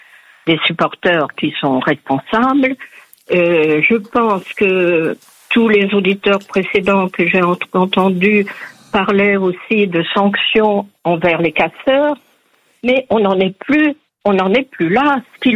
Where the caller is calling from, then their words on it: Paris, Île-de-France, France; J'habite à Paris, dans le 15e.